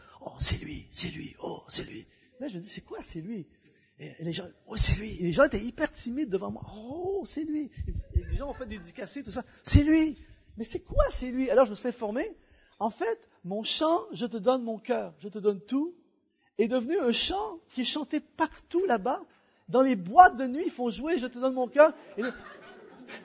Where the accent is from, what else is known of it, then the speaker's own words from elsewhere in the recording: Canada; J'ai fini la tournée. Je suis retourné chez nous au Canada.